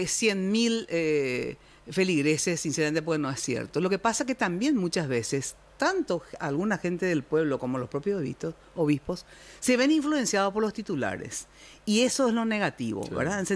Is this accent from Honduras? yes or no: no; Paraguay; si somos verdaderamente, orgullosamente paraguayos